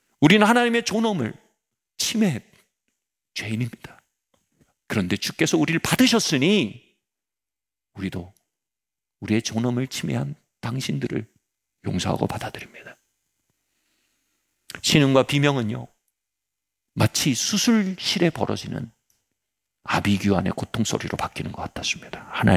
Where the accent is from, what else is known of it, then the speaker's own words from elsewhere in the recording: South Korea; 왔다시와 강꼬쿠가라 기타 다이각세이데스. 나는 한국에서 온 대학생입니다.